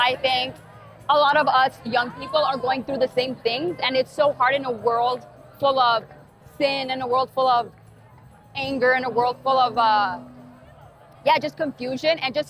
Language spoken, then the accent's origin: English; Texas, United States; I'm 21 years old. I'm from United States, specifically Texas. And this is my first time at the Medigore Festival.